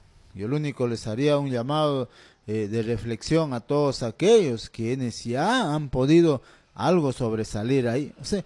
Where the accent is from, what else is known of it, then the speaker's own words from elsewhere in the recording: Pichanaki, Junín, Peru; yo también soy de Pichanaki.